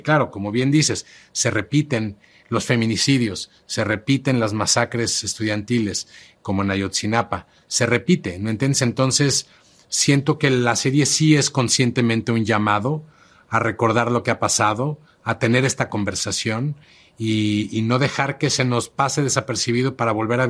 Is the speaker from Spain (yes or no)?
no; Mexico